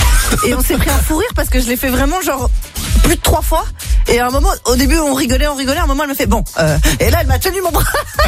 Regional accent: Braine-l'Alleud, Wallonia, Belgium; elle vient de Braine-l'Alleud, là où j'ai vécu toute mon enfance.

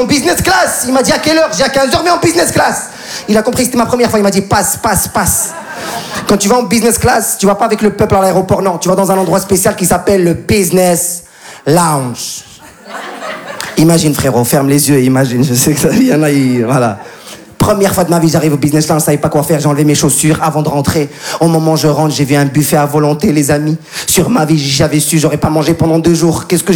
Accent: Morocco; now in Casablanca, Morocco; Moi, je suis marocain, j'habite à Casa

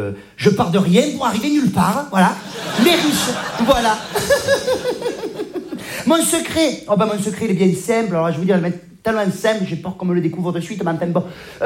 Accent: Provence-Alpes-Côte d'Azur, France

